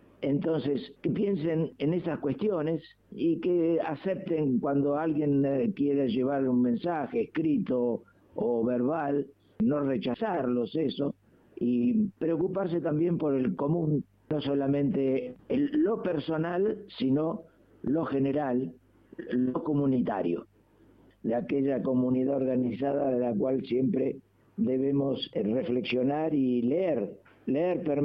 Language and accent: Spanish; Buenos Aires, Argentina; Aunque yo no me olvidé de de que soy de Saavedra.